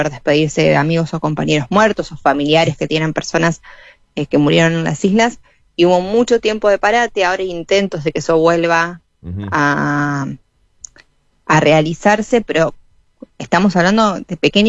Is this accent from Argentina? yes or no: yes; Argentina; uno como argentino